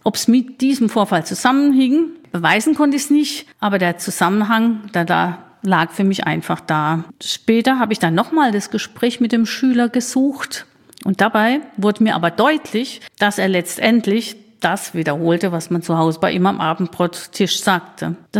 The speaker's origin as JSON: {"language": "German", "town": "Karlsruhe", "region": "Baden-Württemberg", "country": "Germany", "moved": "yes", "lives_now": "Schriesheim, Germany", "said": "ich komme aus Karlsruhe. Aber das hört man ganz sicher ganz gut am Dialekt, den konnte ich nie ablegen. Seit 40 Jahren lebe ich dort nicht mehr und seit 26 Jahren in Schriesheim mit Mann und Hund."}